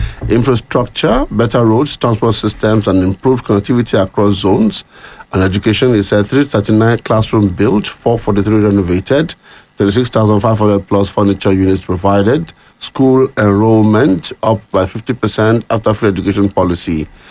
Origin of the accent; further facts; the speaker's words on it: Nigeria; I'm a Nigerian survivor.